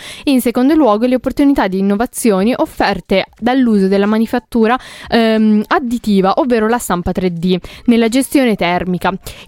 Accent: Canelli, Piedmont, Italy; Al mio paese, il mio paese, cioè pavese, perché effettivamente... Io vengo dal paese di Pavese.

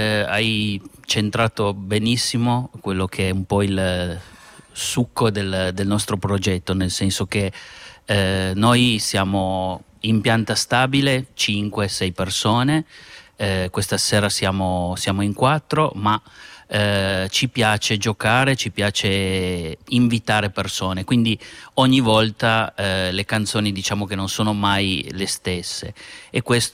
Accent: Piedmont, Italy; noi arriviamo dal Saluzzese, siamo di Envie, di Barge

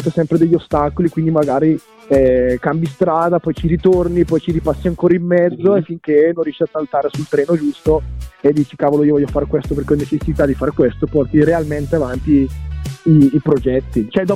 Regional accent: Lombardy, Italy; accent: Brescian; Sì, si sente dall'accento, sicuramente si sente, non sono di Catanzaro.

